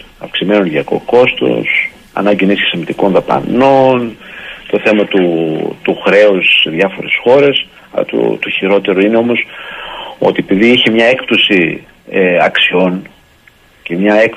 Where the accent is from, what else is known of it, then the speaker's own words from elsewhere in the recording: Epirus, Greece; Στο χωριό μου, στην Ήπειρο, στα ορεινά και στα Τζουμέρκα τα ορεινά.